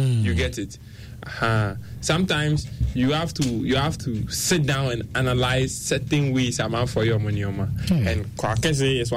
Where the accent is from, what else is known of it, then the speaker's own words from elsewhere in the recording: Ghana; We are Ghanaian